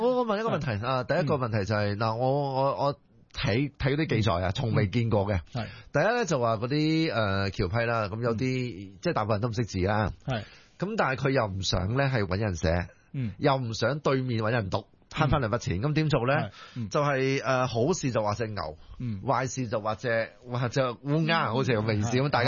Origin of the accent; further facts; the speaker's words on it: Hong Kong; 其實我細個時候咧，我喺九龍城長大